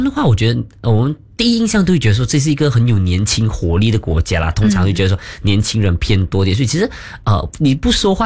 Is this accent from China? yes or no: no; Malaysia; 我们马来西亚人民